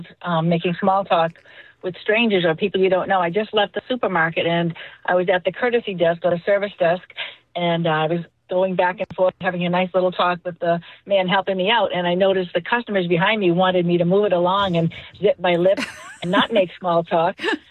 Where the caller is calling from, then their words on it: Brewster, Massachusetts, United States; Yes. Actually, I'm calling from Brewster, Mass.